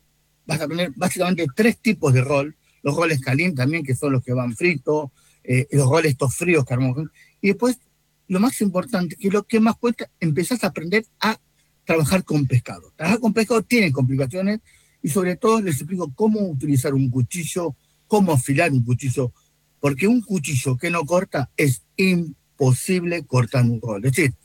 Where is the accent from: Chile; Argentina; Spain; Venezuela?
Argentina; born there; also born or lived in Japan; yo soy nacida argentina, yo tuve la oportunidad en la vida en elegir dónde vivir en los 80, cuando Argentina estaba en una gran crisis en la época del Plan Austral